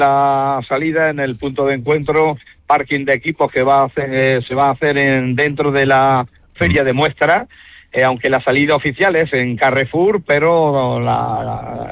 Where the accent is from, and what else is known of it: Granada, Andalusia, Spain